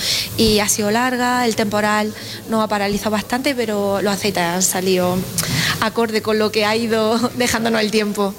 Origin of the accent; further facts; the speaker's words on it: Andalusia, Spain; Pues mira, yo quería ser bióloga marina y soy de la Sierra de Segura